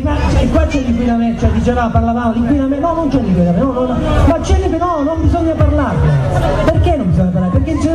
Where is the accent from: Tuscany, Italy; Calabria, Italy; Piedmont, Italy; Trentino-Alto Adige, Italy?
Calabria, Italy; Paola; moved away; io personalmente sono di Paola, non ci vivo tutto l'anno